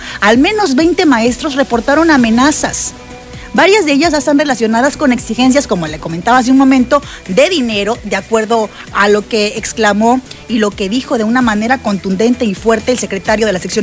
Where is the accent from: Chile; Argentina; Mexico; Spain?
Mexico; Poza Rica, Veracruz; Hablo de Veracruz porque soy veracruzana, porque soy pozarricense y porque me duele.